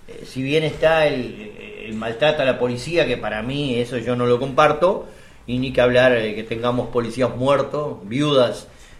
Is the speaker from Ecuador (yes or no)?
no; Uruguay; yo lo llamo como uruguayo sublevado.